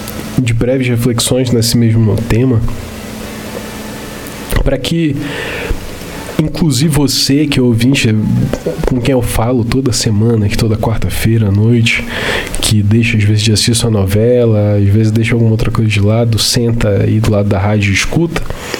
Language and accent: Portuguese; Belém, Pará, Brazil; born there; moved away; eu cresci em Belém do Pará, mesmo não sendo paraense de nascimento, né? Boa parte da minha vida foi, não foi minha vida toda lá, mas uma boa parte da minha vida foi lá.